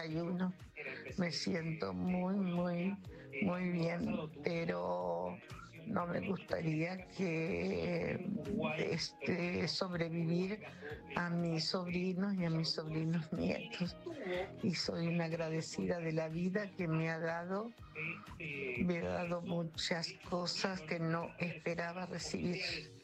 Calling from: La Pampa, Argentina; de la Pampa. A mí me gustaría vivir los años que Dios me dé. Tengo 81.

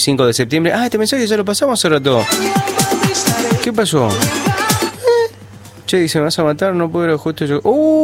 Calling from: Jujuy, Argentina; de Loteo Bárcena, Barrio San Pedrito, escuchando tu hermoso programa.

